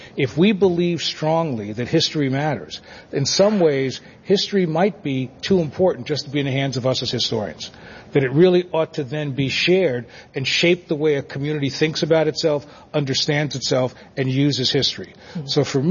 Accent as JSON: {"language": "English", "town": "Belleville", "region": "New Jersey", "country": "United States", "tie": "born or raised there", "also_born_or_lived": "Newark, New Jersey", "said": "I was born in Newark, New Jersey. Hail Jersey people. I grew up in a town called Belleville where it was overwhelmingly Italian and me."}